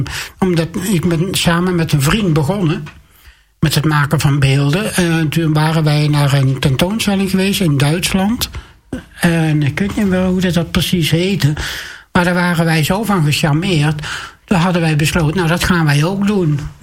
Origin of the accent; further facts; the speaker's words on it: Gelderland, Netherlands; born there; moved away as an adult; now in Waarland, Netherlands; Ik ben geboren in Gelderland. Westmaaswaal, daar ben ik geboren.